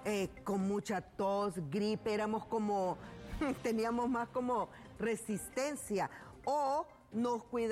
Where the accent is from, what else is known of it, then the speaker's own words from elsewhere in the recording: San Pedro Sula, Cortés, Honduras; yo soy de San Pedro